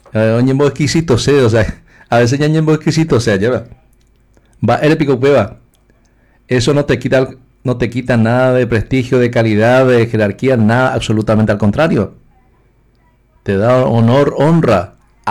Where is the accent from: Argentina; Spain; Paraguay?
Paraguay; Somos paraguayos, somos paraguayas.